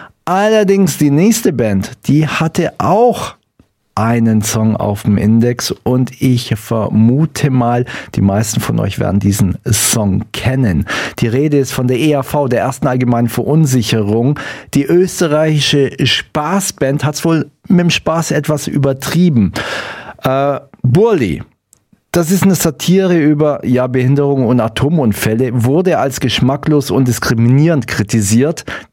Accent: Bavaria, Germany; als Franke darf man ja nicht sagen, bei uns in Bayern

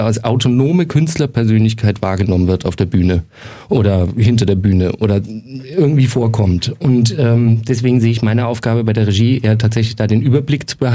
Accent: Nuremberg, Bavaria, Germany; now in Munich, Germany; Und ich als Nürnberger wollte mir mal ein eigenes Bild von der Stadt machen, weil es gibt ja so Vorurteile, ja, in Franken

